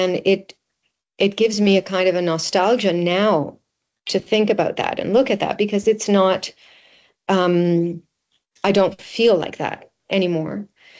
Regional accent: Canada; as a Canadian

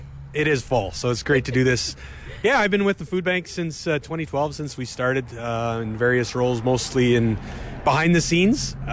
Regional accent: Grunthal, Manitoba, Canada; I grew up in Grenthal, born and raised.

